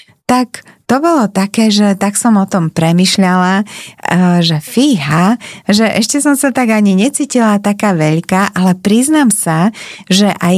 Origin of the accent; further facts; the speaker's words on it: Bratislava, Bratislava Region, Slovakia; Ja som z Bratislavy.